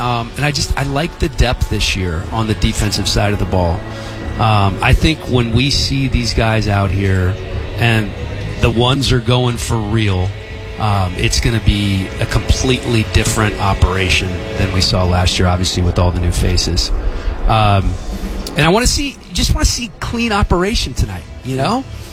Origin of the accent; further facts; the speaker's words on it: Gaithersburg, Maryland, United States; I grew up in Gaithersburg.